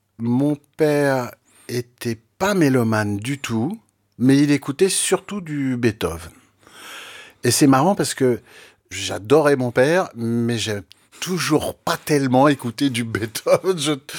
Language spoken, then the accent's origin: French; Paris, Île-de-France, France; born there; also born or lived in United States; Alors, je suis français, je ne suis plus américain. C'est une sombre histoire. Je suis né aux États-Unis, de nationalité française, et ma famille est retournée en France, à Paris, directement, quand j'avais 5 ans.